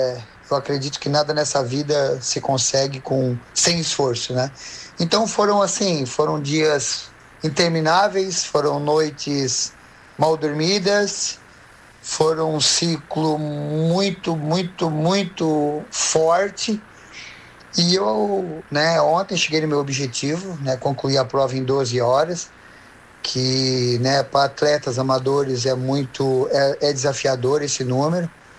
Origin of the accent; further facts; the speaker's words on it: Orleans, Santa Catarina, Brazil; moved away as an adult; now in Manaus, Brazil; sou natural de Orleans, mais precisamente da comunidade de Corral Falso. Morei em Orleans 39 anos e hoje resido em Manaus há 11 anos com a minha família.